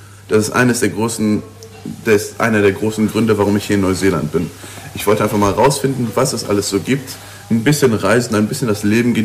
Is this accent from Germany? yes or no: no; Luxembourg; also born or lived in Aberdeen, Scotland; ich komme aus Luxemburg, bin jetzt schon 23 Jahre alt.